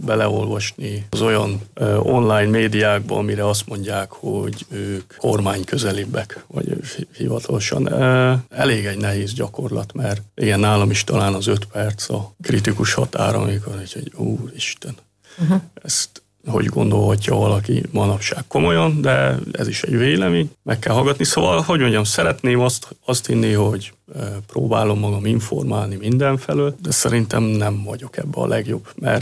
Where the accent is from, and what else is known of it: Hungary; moved away as an adult; now in Linz, Austria